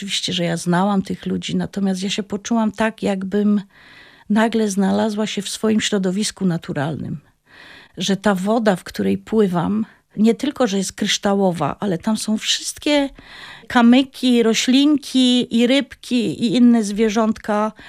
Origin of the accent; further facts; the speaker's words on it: Silesian Voivodeship, Poland; Poza zawodem mam również umiejętność posługiwania się językiem śląskim i wykorzystywania tego wszystkiego, czego nauczyłam się jako Ślązaczka.